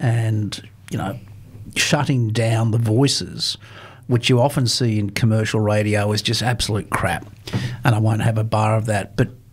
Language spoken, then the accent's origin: English; Gladesville, New South Wales, Australia; also born or lived in Blacktown; now in Victoria, Australia; But actually came from a place called Gladesville, which isn't too far from Parramatta